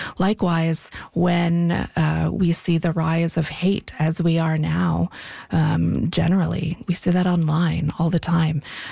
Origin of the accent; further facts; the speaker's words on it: Victoria, British Columbia, Canada; I am a queer, anti-racist feminist. I was born and raised in Victoria. Shout out to my fellow Esquimalt High grads.